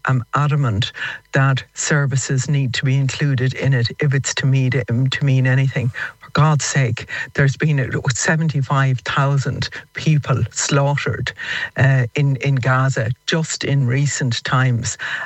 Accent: Ireland; we have to stand up as an Irish nation.

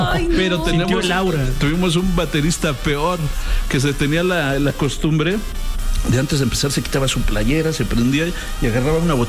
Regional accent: Nezahualcóyotl, State of Mexico, Mexico; En nuestros inicios tocábamos, somos de Ciudad Nezahualcóyotl.

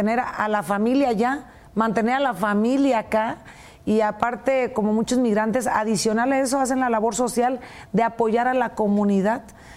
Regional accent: Nayarit, Mexico; A Nayarit y a orgullosamente a mi pueblo y a mi municipio allá en la sierra.

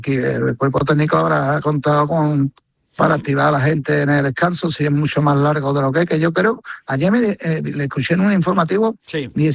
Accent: Spain

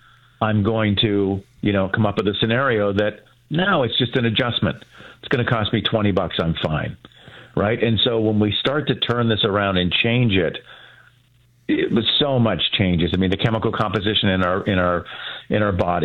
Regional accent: Rockway, Ontario, Canada; Kid, I grew up in Rockaway out in the country. So it's a fantastic area.

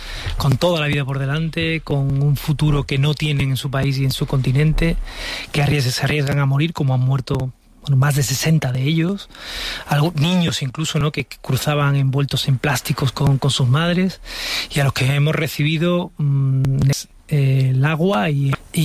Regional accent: Spain; qué dicen esas fotografías de nosotros como especie, como españoles, como europeos

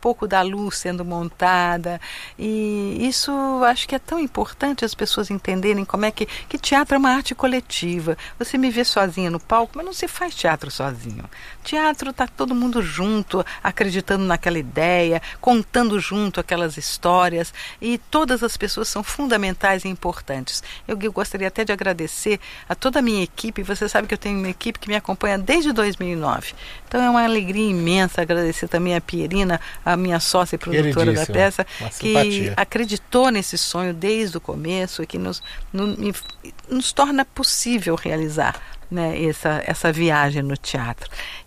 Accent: São Paulo, Brazil; born or raised there; also born or lived in Rio de Janeiro / Curitiba

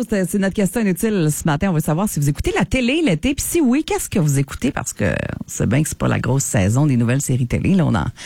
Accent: Quebec, Canada; chez nous au Saguenay-Lac-Saint-Jean

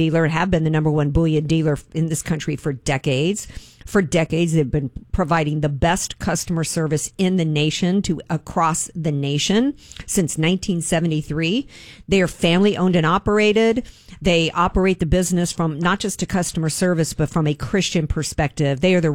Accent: United States; I'm not Irish American or whatever my background is. And it includes Native American through mama's side of the family. I'm an American.

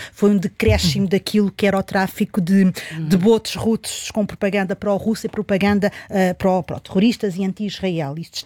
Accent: Portugal; nós, enquanto portugueses

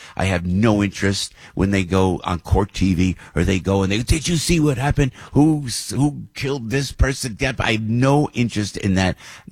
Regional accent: New Jersey, United States; And, you know, for a Jersey guy, I speak to you with great, great pride because this is a great school

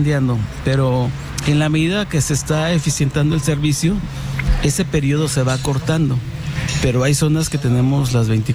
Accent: Gómez Palacio, Durango, Mexico; moved away as an adult; also born or lived in Jiménez, Chihuahua; now in Guanajuato, Mexico; pues yo nací en Jiménez, Chihuahua. En Jiménez, Chihuahua, de muy chico nos llevaron a vivir a Gómez Palacio, Durango.

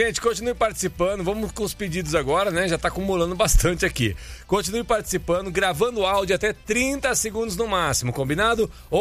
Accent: Maceió, Alagoas, Brazil; now in Monte Aprazível, Brazil; É, moro em Monte Aprazível, São Paulo. Sou de Maceió, Alagoas.

